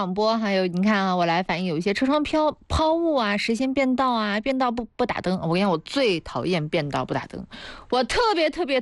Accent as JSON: {"language": "Chinese", "region": "Anhui", "country": "China", "said": "咱们安徽人的米袋子是稳稳当当的"}